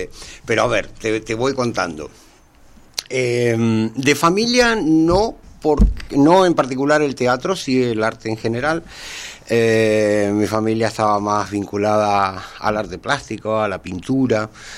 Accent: Buenos Aires, Argentina; moved away; also born or lived in San Rafael, Mendoza, Argentina; Yo nací en la ciudad de Mendoza, en la provincia de Mendoza, en la ciudad de San Rafael, pero teniendo yo un año, la familia se trasladó a Buenos Aires, con lo cual me crié en Buenos Aires. De hecho, Mendoza la conocí ya con 18, 19 años.

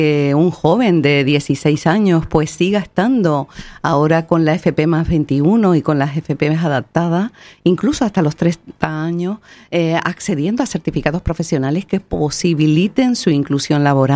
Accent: Spain; siempre como españoles y españolas que somos

